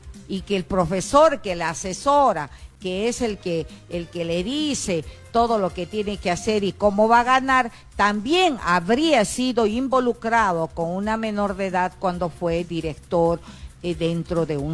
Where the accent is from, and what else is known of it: Rodríguez de Mendoza, Amazonas, Peru